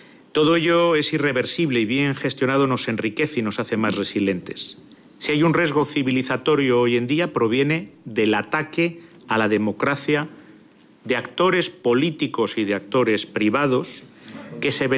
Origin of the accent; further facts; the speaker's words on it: Spain; estados que se han trazado como objetivo dividirnos, incluso disolvernos como españoles y como europeos.